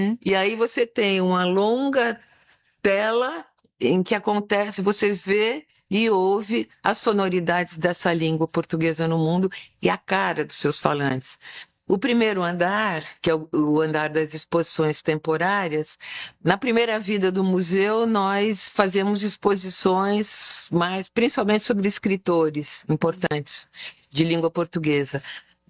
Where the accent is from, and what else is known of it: Brazil